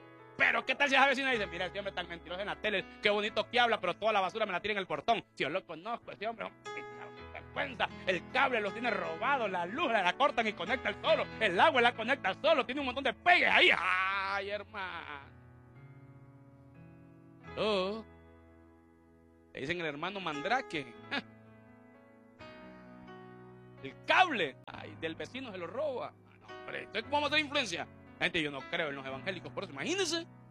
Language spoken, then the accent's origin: Spanish; Honduras; soy hondureño, lo que pasa es que soy hijo de Dios.